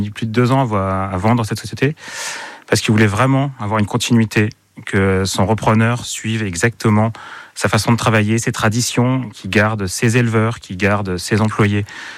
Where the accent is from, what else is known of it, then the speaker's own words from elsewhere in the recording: Nouvelle-Aquitaine, France; moved away as an adult; also born or lived in Bordeaux / Paris; now in Dordogne, France; je suis né dans le Lot-et-Garonne. Enfin, je suis né à Bordeaux, j'ai grandi dans le Lot-et-Garonne avec des parents qui étaient éleveurs de poulets et de canards. J'ai fait mes études à Paris et malheureusement je suis resté à Paris.